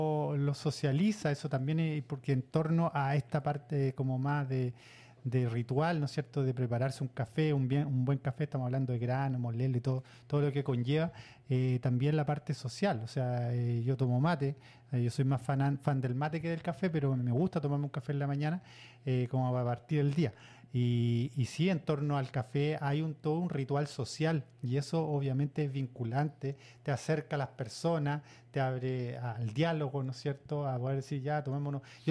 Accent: Chile

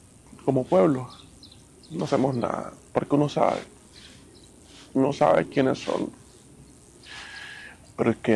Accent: Buenaventura, Valle del Cauca, Colombia; now in United States; Yo nací y crecí en Buenaventura.

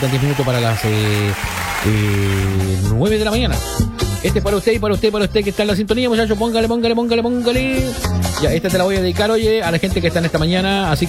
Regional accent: Chile; yo soy chileno, nosotros queremos que Chile le vaya bien

